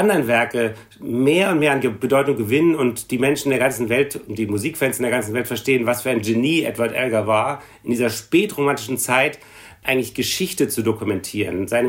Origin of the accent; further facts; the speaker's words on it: Berlin, Germany; moved away; ich bin aus Berlin als Schüler schon nach Dresden mit dem Zug gefahren